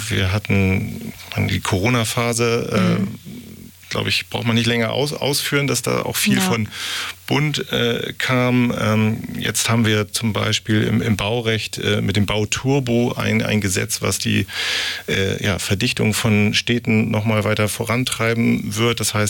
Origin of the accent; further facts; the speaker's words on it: Hamburg, Germany; Das ist, nehmen wir auch als Hamburgerin wiederum viel mit.